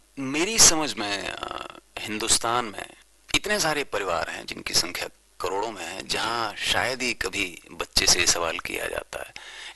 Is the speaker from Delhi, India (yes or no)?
yes; Delhi, India; दिल्ली में पैदा हुआ, पला बड़ा वहीं पे।